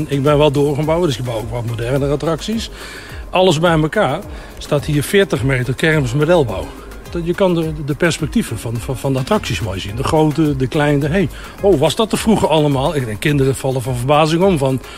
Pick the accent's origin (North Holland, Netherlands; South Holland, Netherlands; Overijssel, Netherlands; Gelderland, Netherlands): Gelderland, Netherlands; Nijmegen; Ik kom uit Nijmegen.